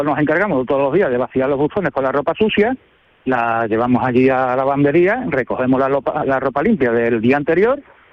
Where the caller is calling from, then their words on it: Seville, Andalusia, Spain; estoy en el Hospital Virgen de Rocío de Sevilla.